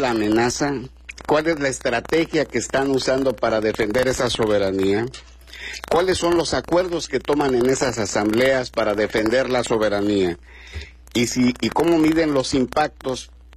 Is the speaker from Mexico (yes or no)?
yes; Mexico; En primer lugar, como mexicano, yo no veo que haya una potencia extranjera amenazando el territorio mexicano.